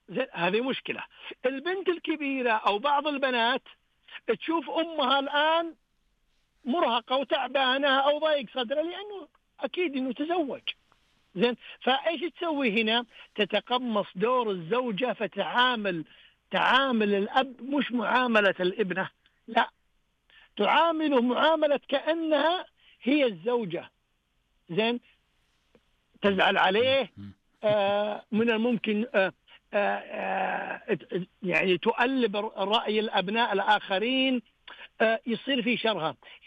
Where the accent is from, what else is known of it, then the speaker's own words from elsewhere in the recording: Saudi Arabia; عندنا في المملكة العربية السعودية